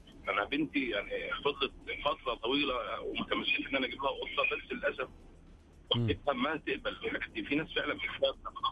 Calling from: Egypt; عندنا في مصر

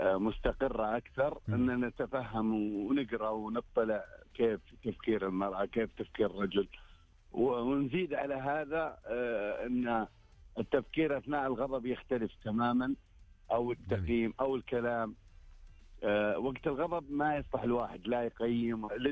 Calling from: Riyadh, Riyadh Province, Saudi Arabia; من الرياض. الله يطول.

